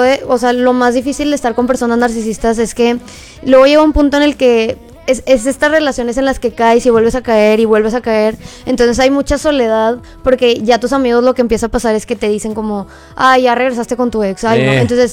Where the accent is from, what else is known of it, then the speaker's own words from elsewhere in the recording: Monterrey, Nuevo León, Mexico; Soy de Monterrey.